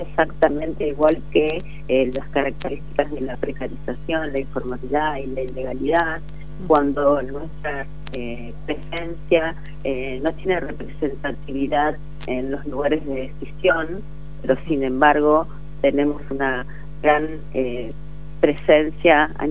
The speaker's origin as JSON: {"language": "Spanish", "country": "Argentina"}